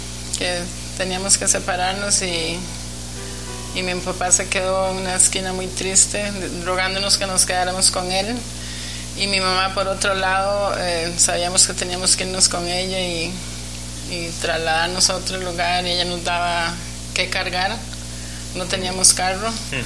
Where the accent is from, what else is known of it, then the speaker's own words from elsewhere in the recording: San José, Costa Rica; yo nací en San José, Costa Rica. Uh-huh. Y somos 7 hermanos. Yo soy la número 3 y crecí en un ambiente campesino.